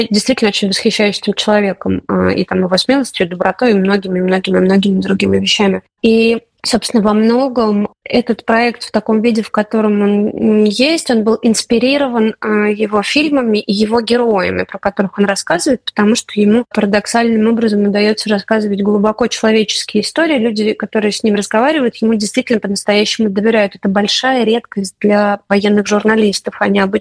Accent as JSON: {"language": "Russian", "country": "Russia", "tie": "born there", "said": "мы росли в Москве и Петербурге, там нет как бы культуры, культуры этой вообще."}